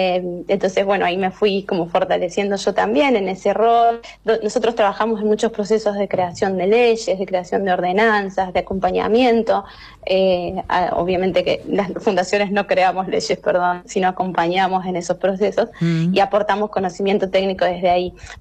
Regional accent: Famatina, La Rioja, Argentina; born there; now in Córdoba, Argentina; soy una famatinense, una muy orgullosa famatinense.

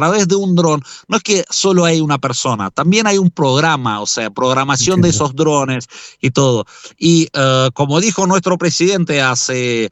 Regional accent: Kharkiv Oblast, Ukraine; moved away; en mi provincia natal, en Kharkiv

